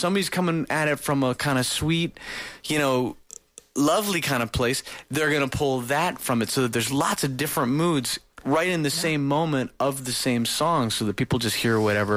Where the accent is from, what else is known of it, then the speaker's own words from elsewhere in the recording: Princeton, New Jersey, United States; I'm from Princeton.